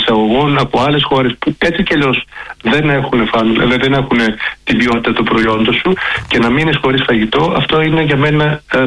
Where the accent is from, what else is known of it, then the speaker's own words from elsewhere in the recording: Thessaloniki, Central Macedonia, Greece; εγώ που κατάγομαι από τη Θεσσαλονίκη, γεννήθηκε και μεγάλωσα εκεί